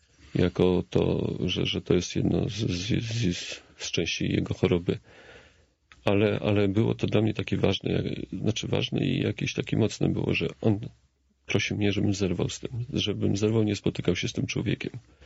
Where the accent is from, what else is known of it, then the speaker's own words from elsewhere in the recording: Lublin Voivodeship, Poland; Chociaż wychowałem się niedaleko, w niedużej odległości od Krasnobrodu.